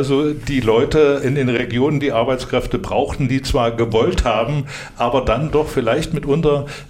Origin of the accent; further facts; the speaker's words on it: Thuringia, Germany; Also ich komme aus dem Eichsfeld, ich weiß, dass da viele immer im Herbst, die gingen hier Zuckerfabrik